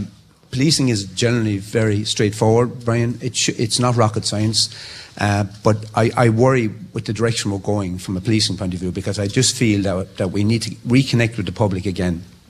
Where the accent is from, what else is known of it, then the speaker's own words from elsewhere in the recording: Ireland; being Irish, I'm Irish, we're all Irish